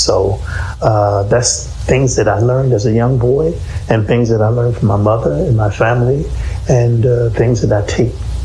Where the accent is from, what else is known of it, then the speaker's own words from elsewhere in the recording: Philadelphia, Pennsylvania, United States; When I was a young boy growing up in North Philly